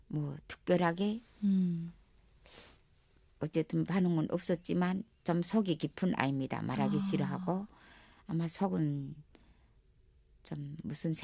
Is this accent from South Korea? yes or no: no; North Korea; 나는 북한 사람이고 내가 친구입니다.